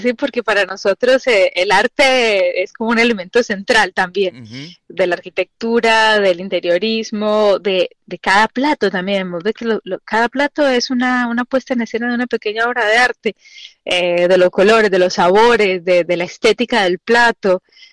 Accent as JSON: {"language": "Spanish", "region": "Mendoza", "country": "Argentina", "said": "que también nos da esa identidad como mendocinos y viene como Argentina, ¿no?"}